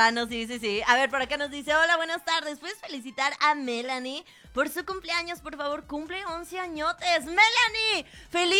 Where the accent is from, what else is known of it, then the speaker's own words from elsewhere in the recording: Mexico; ¿Cómo somos los mexicanos, verdad?